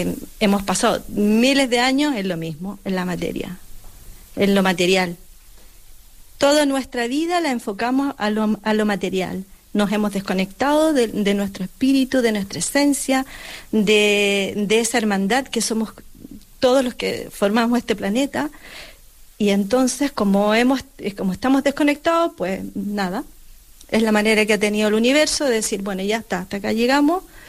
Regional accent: Chile; Sí, es mi nombre simbólico y soy chilena.

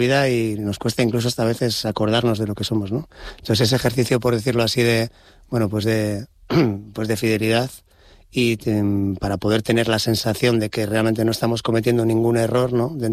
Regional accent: Santander, Cantabria, Spain; born there; yo nací en Santander, efectivamente en Cantabria.

